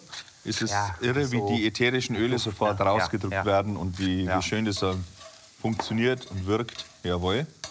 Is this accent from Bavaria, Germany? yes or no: yes; Bavaria, Germany; accent: Bavarian; Wir haben, also der Bayer hat kein Söschen. Wir haben Soß.